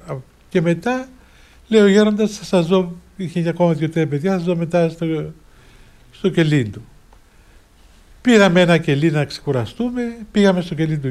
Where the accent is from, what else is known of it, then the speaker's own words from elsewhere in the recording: Limassol, Limassol District, Cyprus; moved away; Είμαι από τη Λεμεσό, είμαι διάκονος.